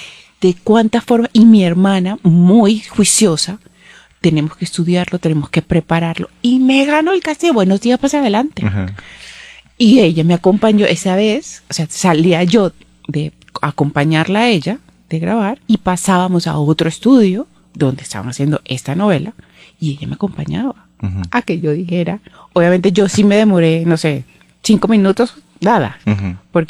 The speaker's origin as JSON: {"language": "Spanish", "town": "Valencia", "region": "Carabobo", "country": "Venezuela", "said": "Además, yo soy de Valencia. Mi hermana llegaba a Valencia y eso era..."}